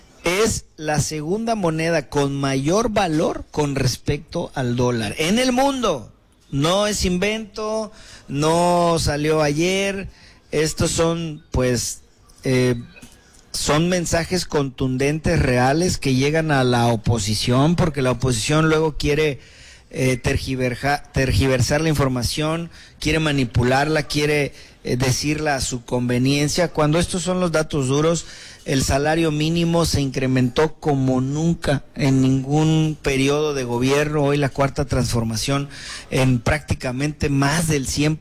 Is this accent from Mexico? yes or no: yes; Mexico; nos recuerda que como buenos mexicanos y mexicanas no vamos nunca a permitir que un país extranjero